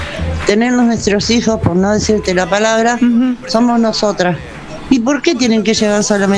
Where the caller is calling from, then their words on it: Córdoba, Argentina; Soy cordobés